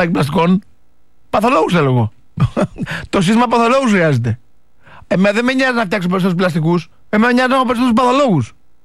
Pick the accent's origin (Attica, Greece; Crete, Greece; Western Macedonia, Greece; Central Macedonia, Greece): Western Macedonia, Greece; Kastoria